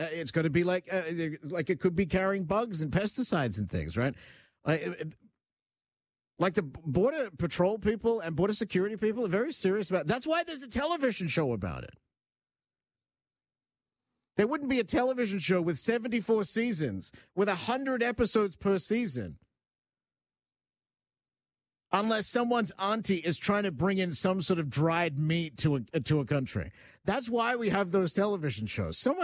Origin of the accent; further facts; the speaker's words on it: Australia; now in Canada; Now, look, when I go back to Australia, I'm a Canadian now, but when I go back to Australia, there is a list of things that have to come back with me to North America